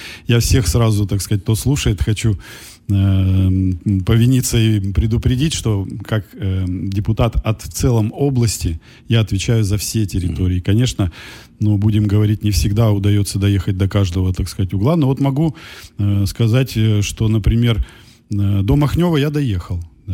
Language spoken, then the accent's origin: Russian; Yekaterinburg, Sverdlovsk Oblast, Russia; как екатеринбуржец, как уралец